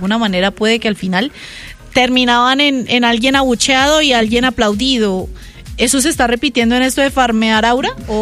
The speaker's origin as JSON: {"language": "Spanish", "country": "Colombia", "said": "Eso, mami, somos colombianas, ¿qué pasa?"}